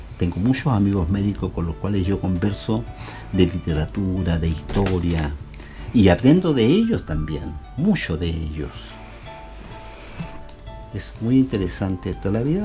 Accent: La Serena, Coquimbo, Chile; born there; a la gente de esta tierra, de mi tierra, el cariño y el compromiso eterno de quien nació aquí en la ciudad de La Serena, en la calle Tomei.

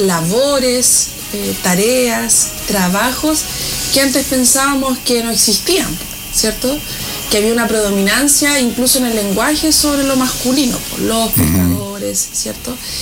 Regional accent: Choapa Province, Coquimbo, Chile; la provincia del Choapa, que es de donde yo soy.

